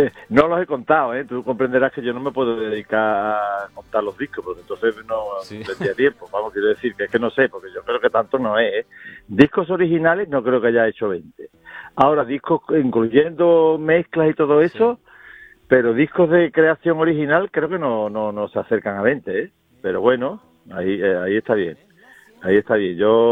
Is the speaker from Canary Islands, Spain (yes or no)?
no; Andalusia, Spain; Yo no me considero tan flamenco como andaluz, o sea, el flamenco impregna mucho toda la música popular andaluza, ¿sabes?